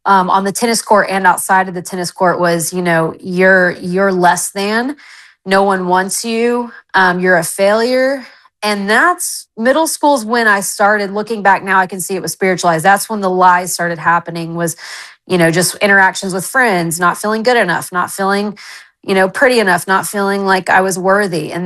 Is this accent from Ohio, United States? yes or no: no; Texas, United States; we're from West Texas, so we went to football games.